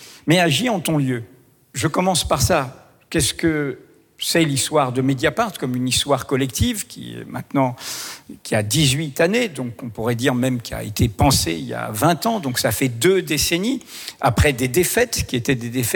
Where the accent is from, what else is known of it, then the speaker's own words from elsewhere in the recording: Martinique, France; also born or lived in Brittany; je suis un breton d'outre-mer, la Martinique